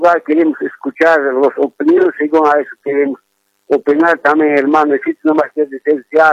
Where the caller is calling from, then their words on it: Quillacollo, Cochabamba, Bolivia; aquí estábamos en Quillacollo, estaba llamando